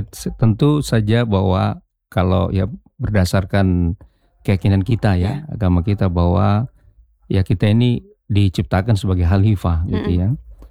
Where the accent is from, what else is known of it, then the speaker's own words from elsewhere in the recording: Kendari, Southeast Sulawesi, Indonesia; Ya, tapi saya lahir besar di Kendari, hanya sekolah saja keluar di luar daerah ini.